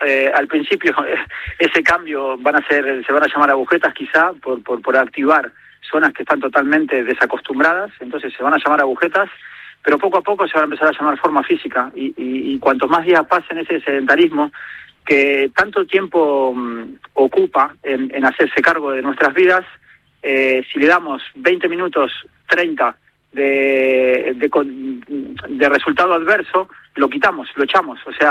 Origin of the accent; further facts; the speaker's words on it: Spain; moved away; yo hace nada vine de España y hace 25 años